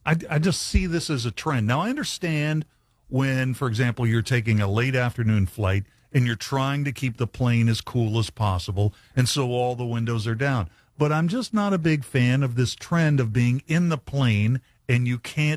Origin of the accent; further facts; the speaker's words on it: United States; I didn't want to reach across a person. That's I'm from Harrison County. That's usually aggressive.